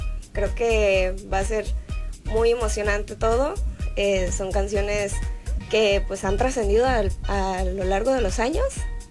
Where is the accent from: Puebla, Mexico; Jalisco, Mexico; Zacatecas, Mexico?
Jalisco, Mexico; Puerto Vallarta; Yo soy de aquí, de Puerto Vallarta.